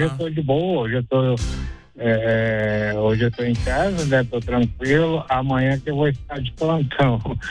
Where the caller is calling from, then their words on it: São Mateus, Espírito Santo, Brazil; Da cidade de São Mateus, estado do Espírito Santo.